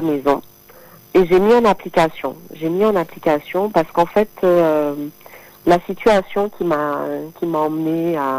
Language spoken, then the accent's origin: French; Guadeloupe; j'ai grandi en Guadeloupe